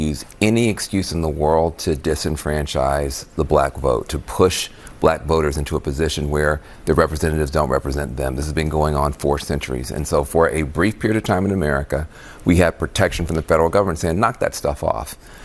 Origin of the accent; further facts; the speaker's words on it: Tennessee, United States; in my home state of Tenness